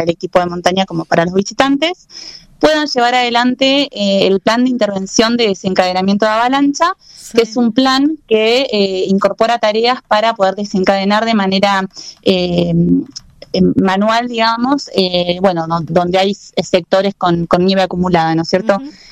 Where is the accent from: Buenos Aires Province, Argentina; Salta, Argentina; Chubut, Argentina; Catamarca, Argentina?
Chubut, Argentina; Esquel; yo nací y crecí en Esquel